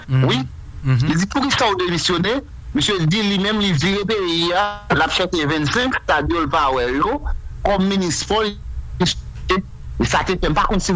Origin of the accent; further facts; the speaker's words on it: Haiti; moved away; moi, dit je suis Haïtien. Et puis, montrer le passeport, le passeport haïtien